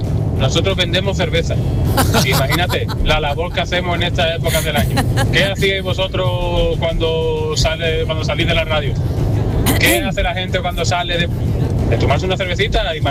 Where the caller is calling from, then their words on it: Málaga, Andalusia, Spain; Buenos días, José, desde Málaga.